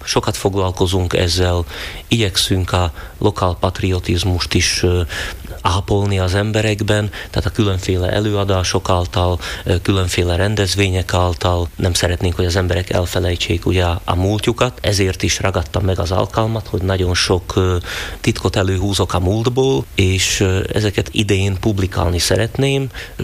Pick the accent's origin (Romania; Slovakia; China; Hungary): Slovakia; Turňa nad Bodvou, Košice Region; Hát ugye mivel tornai vagyok